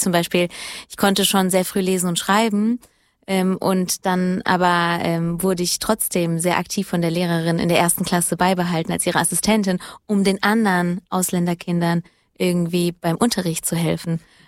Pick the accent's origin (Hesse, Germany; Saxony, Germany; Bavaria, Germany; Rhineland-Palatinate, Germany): Hesse, Germany; born or raised there